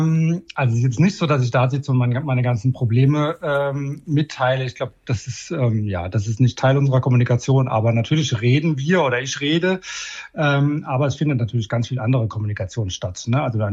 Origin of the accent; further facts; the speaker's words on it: Fürth, Hesse, Germany; aber ich bin hier in Deutschland im Odenwald geboren und aufgewachsen, in einem kleinen Dorf, gar nicht so weit von dem Lebenshof heute entfernt, also in Fürth hieß es damals.